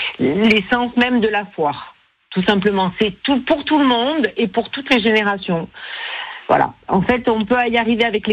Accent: Corsica, France; chez nous en Corse

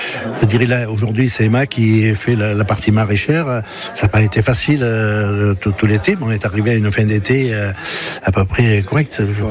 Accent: Marsan, France; born there; Je suis né à Marsan, donc mes parents avaient une petite ferme.

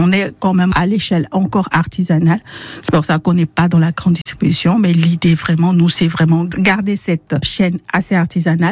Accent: Côte d’Ivoire; now in France; moi je suis originaire de Côte d'Ivoire, donc riche de cette double culture.

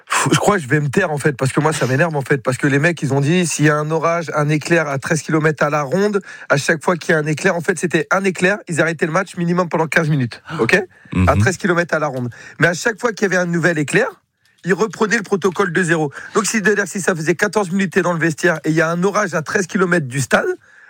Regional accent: Hauts-de-France, France; on est presque chez nous en Picardie.

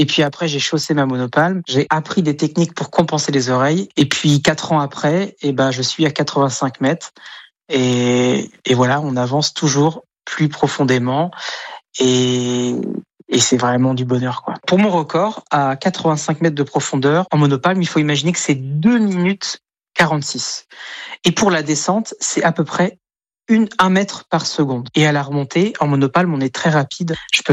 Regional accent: Saint-Malo, Brittany, France; En tant que Breton, en tant que Malouin

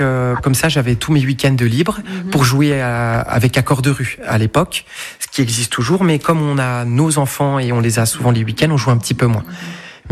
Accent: Toul, Grand Est, France; Oui, je suis de Toul.

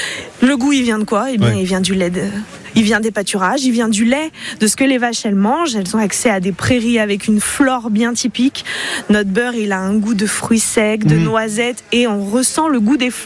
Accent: France; c'est qu'il ne brûle pas à la cuisson chez nous en Bresse.

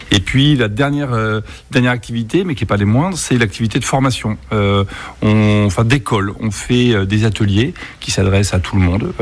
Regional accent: Bordeaux, Nouvelle-Aquitaine, France; Je suis bordelais, j'ai eu envie de revenir

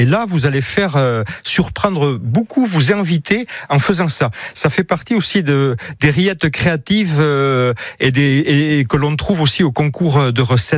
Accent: Landes, Nouvelle-Aquitaine, France; accent: south-west; now in Sarthe, France; quand je redescends dans ma région, dans mes landes d'origine

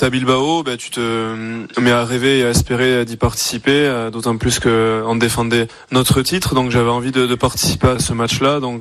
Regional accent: Nouvelle-Aquitaine, France; je suis très fier en tant que basque de pouvoir jouer sur mes terres

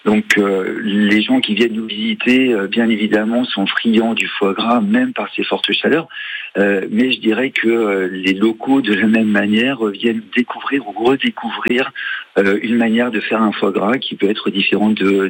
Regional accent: Brittany, France; now in Belvès, France; Exactement, moi je suis breton.

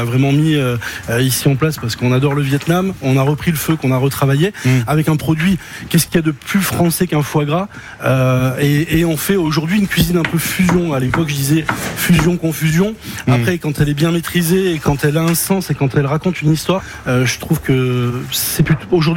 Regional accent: Provence-Alpes-Côte d'Azur, France; now in Burgundy, France; on est natif aussi de Provence.

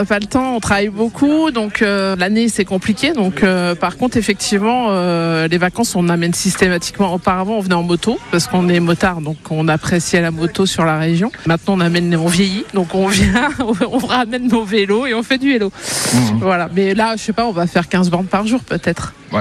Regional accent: Île-de-France, France; Seine-et-Marne.

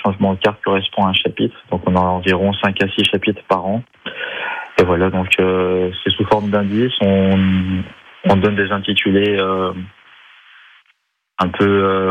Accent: Auvergne-Rhône-Alpes, France; Alors nous, on est originaire de la Haute-Loire, de Saint-Germain-le-Mont, donc on est à 20 minutes, c'est à côté.

